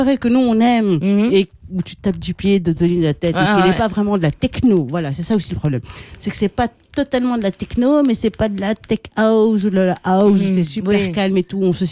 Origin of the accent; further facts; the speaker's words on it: Belgium; chez nous en Belgique